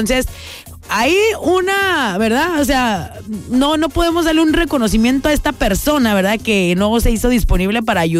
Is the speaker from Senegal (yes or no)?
no; Mexico